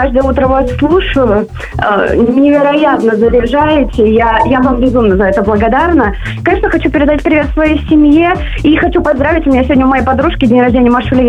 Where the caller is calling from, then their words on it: Saint Petersburg, Russia; Я из Санкт-Петербурга.